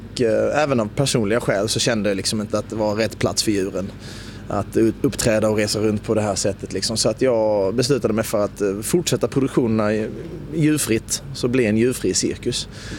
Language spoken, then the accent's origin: Swedish; Malmö, Skåne, Sweden; Naturligtvis har jag gått i skolan i Malmö, som du hör på min dialekt.